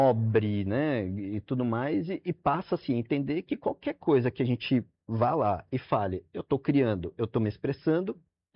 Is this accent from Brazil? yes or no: yes; São Paulo, Brazil; Eu sou nascido fora, mas estou aqui em São Paulo desde criancinha, 6 anos de idade, filho de uma americana com um mineiro. Então, quando a família resolveu voltar para o Brasil, me estabeleci e eu me considero muito mais brasileiro que qualquer outra coisa.